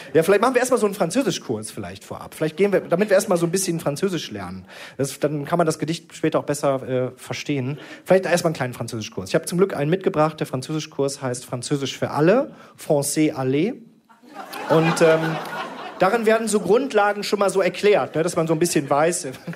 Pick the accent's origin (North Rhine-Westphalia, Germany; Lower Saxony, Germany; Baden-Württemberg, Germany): North Rhine-Westphalia, Germany; Krefeld; also born or lived in Willich; Denn ich bin aufgewachsen in der Nähe von Paris, in Krefeld.